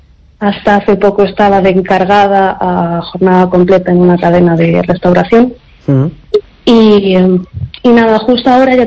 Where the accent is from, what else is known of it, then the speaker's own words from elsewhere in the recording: Santiago de Compostela, Galicia, Spain; also born or lived in Valladolid / Segovia; Pues verás, yo nací en Valladolid, como comentaste antes. Me crié en Segovia hasta los 6 años, crecí aquí en Santiago, pero bueno, una parte de mí pues siempre estará en Ecuador, ¿no?, donde está mi familia.